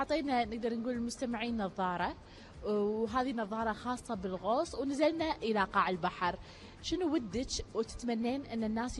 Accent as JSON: {"language": "Arabic", "country": "Kuwait", "said": "إحنا كمجتمع كويتي"}